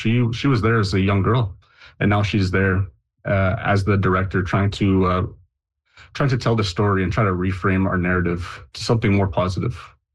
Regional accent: Long Plains First Nation, Manitoba, Canada; And I'm just from Long Plains First Nation.

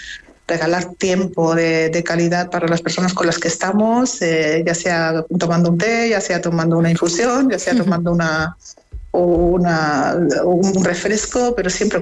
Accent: Balearic Islands, Spain; born there; La verdad es que yo soy española, sí. ¿No? Yo he nacido en Mallorca, entonces para mí esa celebración, la gastronomía

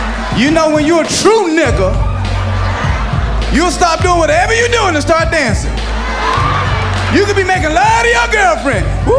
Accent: Atlanta, Georgia, United States; I'm from Atlanta, Georgia.

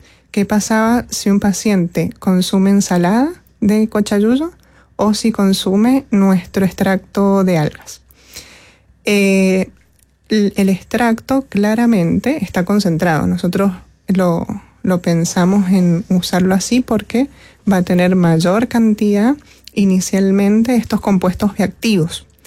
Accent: Mendoza, Argentina; Mira, yo justamente soy de Mendoza, entonces Mendoza no, nada de esto, así que fue nuevo.

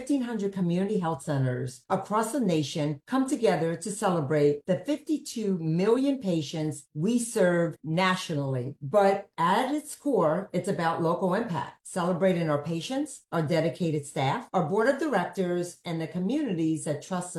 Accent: New York, United States; now in South Carolina, United States; I'm originally from New York, and it's great to be in South Carolina.

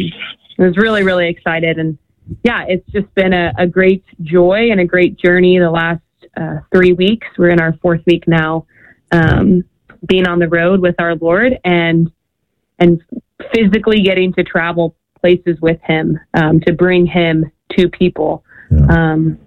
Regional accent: Indianapolis, Indiana, United States; the National Linguistic Congress was happening near my hometown in Indianapolis.

